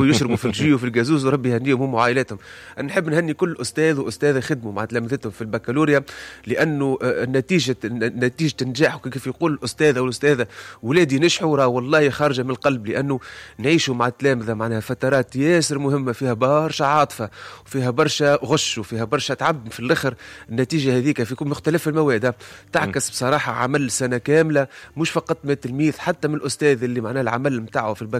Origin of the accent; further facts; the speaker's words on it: Medenine, Tunisia; مدنين احنا اللي تعتبر من الجنوب